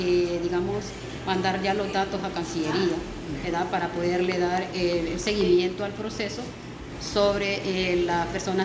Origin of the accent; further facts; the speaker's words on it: Cortés, Honduras; moved away; no soy de aquí, yo soy de la costa, yo soy del departamento de Cortés